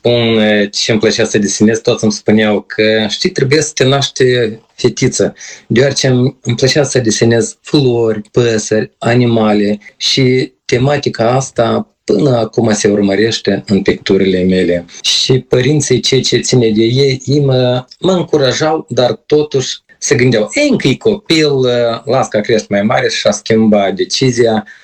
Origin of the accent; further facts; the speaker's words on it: Chișinău, Moldova; born there; Da, deci eu m-am născut în Chișinău, chiar în capitală. În fiecare vară, plându-mă la țară, am îndrăgit foarte mult simplitatea, modul de viață, frumusețea de la țară